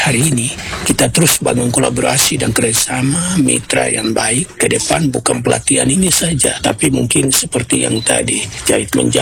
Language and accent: Indonesian; Papua, Indonesia; Kita berharap Biak adalah tempat untuk kami orang Mambura mau datang berlatih di tempat ini.